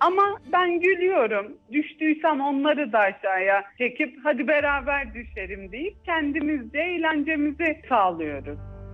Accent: Çorum, Turkey; born there; 1993 Çorum doğumluyum.

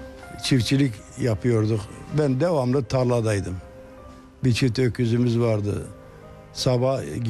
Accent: Bismil, Diyarbakır Province, Turkey; born there; Hani işi olanlar etraf köylerden Çöltepe'ye geliyordu. Hani bizim köyümüz kültürlü köydü.

